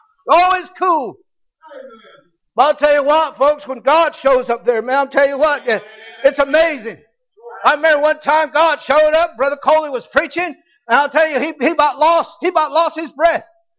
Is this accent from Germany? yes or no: no; Arizona, United States; I tell people, I'm from Arizona. Go, oh, it's hot down there. Not where we live. Hey, this winter we had 30 below zero weather for 2 weeks. That's pretty cold in northern Arizona.